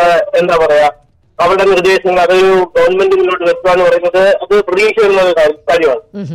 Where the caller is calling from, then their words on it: Erattupetta, Kerala, India; ഞാൻ നാട്ടിൽ ഈരാറ്റുപേട്ട, കോട്ടയം.